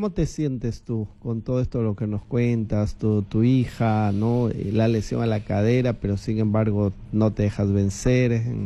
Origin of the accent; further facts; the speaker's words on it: Chepén, La Libertad, Peru; born there; moved away; also born or lived in Cajamarca / Trujillo / Piura; Yo también nací en un pueblito de Cajamarca y amo Cajamarca, por supuesto, pero Chepén está muy clavado en mi corazón. Chepén, Pacanguilla, Trujillo, donde viví, donde empecé mi ministerio sacerdotal, Piura también.